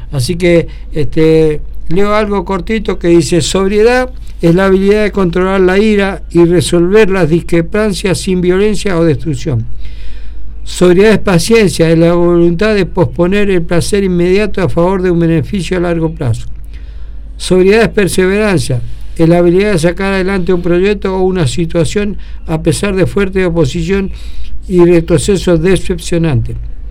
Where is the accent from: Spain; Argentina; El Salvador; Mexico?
Argentina; ojalá que como buen argentino que tengamos éxito nuevamente